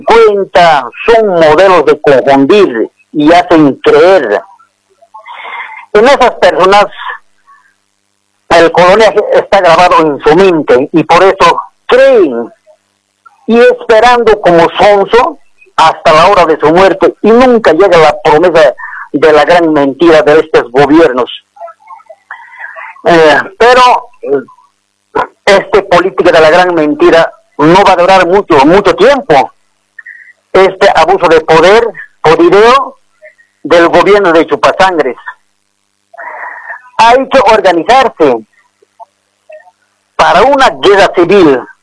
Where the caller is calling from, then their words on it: Arani Province, Cochabamba, Bolivia; estoy llamando del departamento de Cochabamba, provincia de Arani